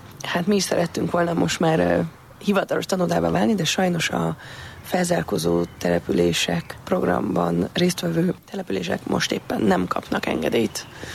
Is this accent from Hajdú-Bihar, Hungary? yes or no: no; Máriaremete, Budapest, Hungary; Mert Májra Remetén nőttem föl